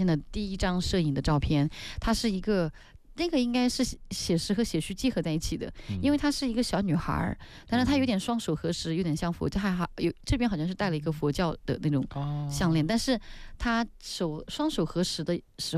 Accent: China

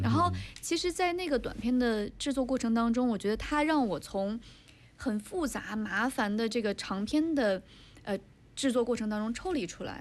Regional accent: Harbin, Heilongjiang, China; 我就是哈尔滨人

